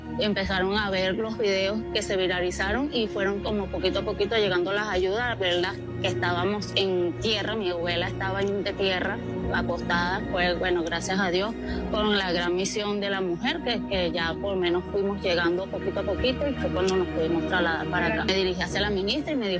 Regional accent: La Guaira, Venezuela; Soy de aquí de Maredo, de los edificios que colapsaron el 24 de junio con el terremoto.

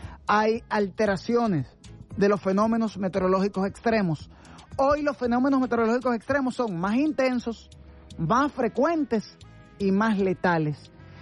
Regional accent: Venezuela; nuestro compromiso como pueblo venezolano

